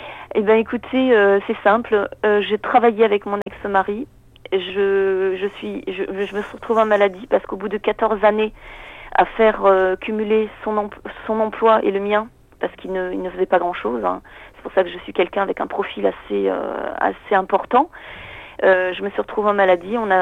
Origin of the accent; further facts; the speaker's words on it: Strasbourg, Grand Est, France; moved away as an adult; now in southern France; Strasbourg est ma ville natale. Hein, c'est une ville où j'y ai passé les 30 dernières années. Et en fait, si vous voulez, je suis aujourd'hui dans le sud.